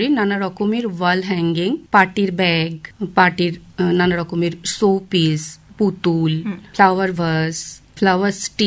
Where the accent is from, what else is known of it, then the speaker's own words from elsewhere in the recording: Howrah, West Bengal, India; আমার বাবা চাকরি করতেন ন্যাশনাল জুট মিলে, যেটা হাওড়া বাণীপুরে আছে। আমি মিলের কোয়ার্টারে থাকতাম, যেহেতু একদম ছোট থেকেই কোয়ার্টারের মধ্যে থাকার ফলে মিলের ভিতরটা আমি খুব ভালো করে দেখেছি। ওখানেই আমার বেড়ে ওঠা।